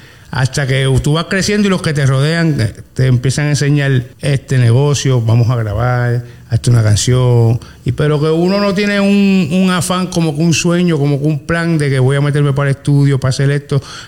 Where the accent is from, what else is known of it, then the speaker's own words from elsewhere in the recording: San Juan, Puerto Rico; yo soy de Atorrey, la barriada Jurutungo. Esa es mi casa, ahí están mis raíces. Un orgullo que no me cabe en el corazón de ser de allí, de haber crecido allí, de haber aprendido el 90% de lo que sé creciendo allí. Y Bueno, vengo de una humilde familia de la barriada Jurutungo en Atorrey y es lo que represento.